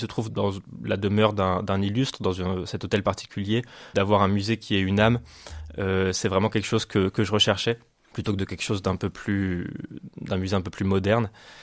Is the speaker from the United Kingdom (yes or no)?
no; Paris, Île-de-France, France; Moi, c'est vrai, je connaissais pas du tout ni le musée ni sa région. J'ai grandi à Paris